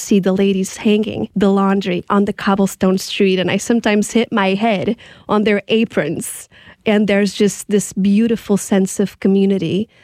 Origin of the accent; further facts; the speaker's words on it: Lisbon, Portugal; And I was born and raised in Lisbon. So I've always lived in big cities.